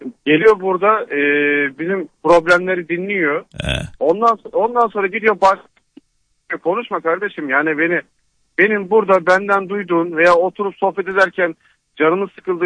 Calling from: Düzce, Turkey; Düzce'den.

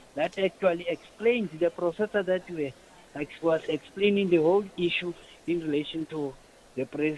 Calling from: Bloemfontein, Free State, South Africa; No, I'm phone from Bloemfontein.

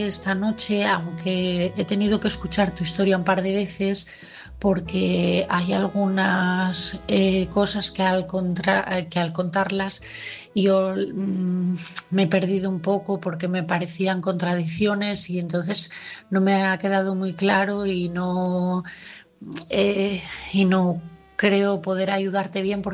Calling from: Asturias, Spain; de Asturias

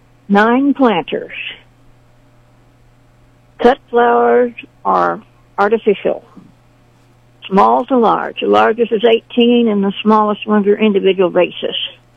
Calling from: Sedalia, Missouri, United States

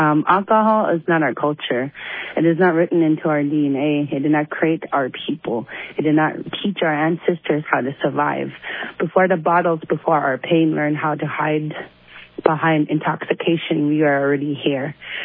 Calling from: Anchorage, Alaska, United States; Hi. I'm calling from Anchorage as anonymous.

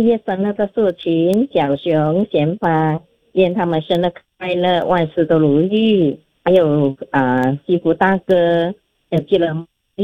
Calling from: Seremban, Negeri Sembilan, Malaysia

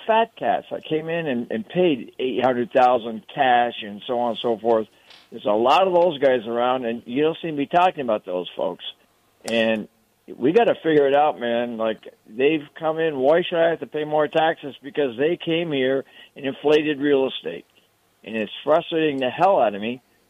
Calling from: Vermont, United States; I'm an old school Vermonter trying to hang on.

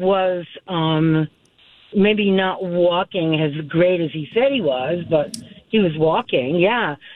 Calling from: West Greenwich, Rhode Island, United States; I'm from West Greenwich, like you said, but my family, we have a lake house upstate New York

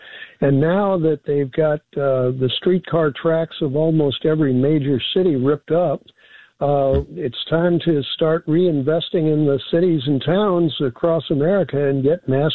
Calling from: San Francisco, California, United States; I'm calling you from San Francisco. We've got old-fashioned cable cars.

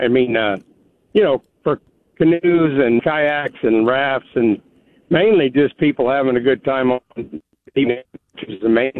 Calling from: Bella Vista, Arkansas, United States; I'm calling from Lone Oak, but I'm actually from Northwest Arkansas, Bella Vista.

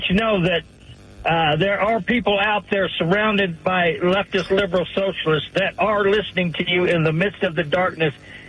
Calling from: Rock Springs, Wyoming, United States; And I am Native American, born and raised on the reservation.

